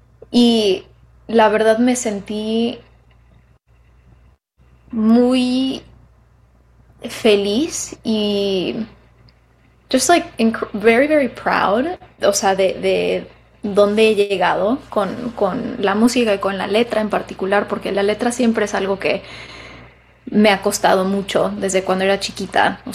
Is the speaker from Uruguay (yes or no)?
no; Mexico; pero yo desde que me puedo acordar digo que soy de México, o sea, sí o sí